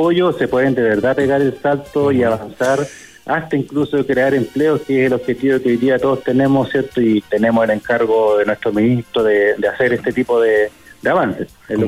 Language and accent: Spanish; Valdivia, Los Ríos, Chile; yo soy de regiones, yo soy de Valdivia